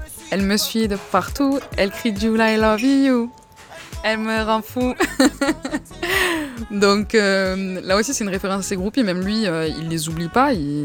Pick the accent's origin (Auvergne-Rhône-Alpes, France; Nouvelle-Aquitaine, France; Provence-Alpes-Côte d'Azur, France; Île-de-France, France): Provence-Alpes-Côte d'Azur, France; Marseille; c'est une question que, aujourd'hui en tant que Marseillais et même à l'époque, qu'on peut pas éviter.